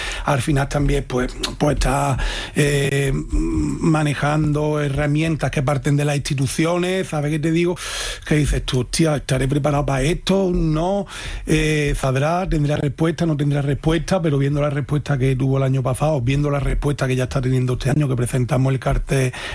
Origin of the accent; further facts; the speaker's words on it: Algodonales, Andalusia, Spain; Sí, es mi pueblo. Es donde yo nací. Algodonales. Está la Sierra de Cádiz, además un pueblo muy bonito